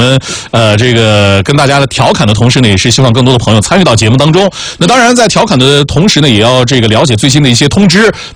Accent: Henan, China; now in Neijiang, China; 我们那边我们河南那边叫划拳。

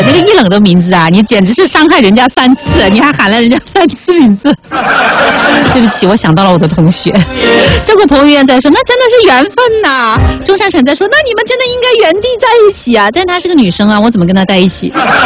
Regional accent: Chongqing, China; moved away as an adult; 大学毕业之后我就先回到我的老家，回到重庆

